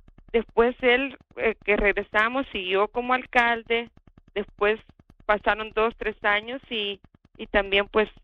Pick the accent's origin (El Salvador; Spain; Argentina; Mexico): El Salvador; Soy del Salvador. ¿Verdad? Y mi trasfondo familiar creo que es igual al de muchas personas. Yo soy la tercera de 5 hermanos. Crecí en un hogar muy, muy religioso, ¿verdad?